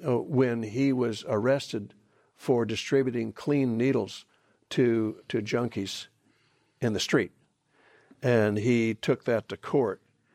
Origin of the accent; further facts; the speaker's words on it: California, United States; I grew up in Southern California.